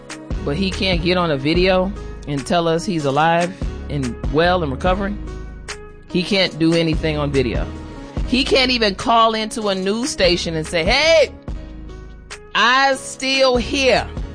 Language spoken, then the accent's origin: English; Chicago, Illinois, United States; night at the United Center in my hometown of Chicago.